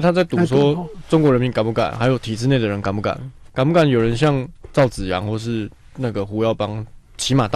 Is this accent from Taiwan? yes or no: yes; Taiwan